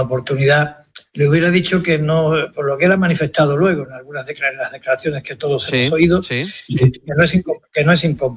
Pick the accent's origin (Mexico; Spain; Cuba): Spain; Yo creo que me produce, como español, me produce un sentimiento pues que no es precisamente agradable.